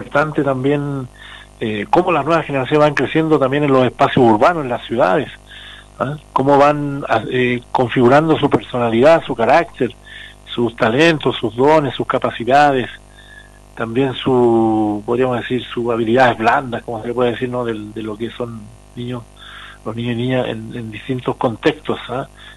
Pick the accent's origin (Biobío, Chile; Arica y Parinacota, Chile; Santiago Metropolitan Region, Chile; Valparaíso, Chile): Arica y Parinacota, Chile; en nuestra región de Arica-Parinacota